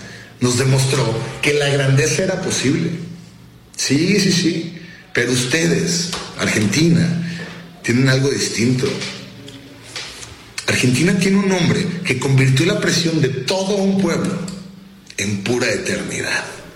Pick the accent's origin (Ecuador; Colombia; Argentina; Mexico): Mexico; Qué coraje tan dolorosamente hermoso de entender eso siendo mexicano. Porque nosotros también amamos este juego hasta las lágrimas.